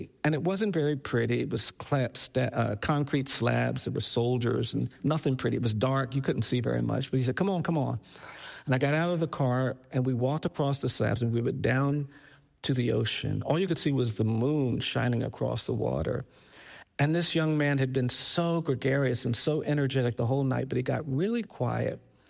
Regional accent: United States

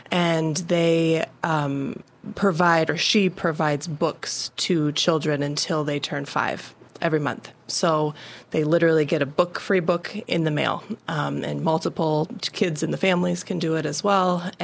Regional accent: Traverse City, Michigan, United States; moved away as an adult; also born or lived in California; now in Frankfort, United States; I grew up in Traverse City, so not too far from here, but haven't lived in northern Michigan as an adult. So I moved to California to go to school.

